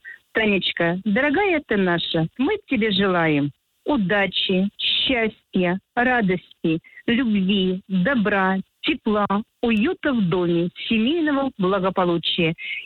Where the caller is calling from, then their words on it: Kursk, Kursk Oblast, Russia; Мы из Курска.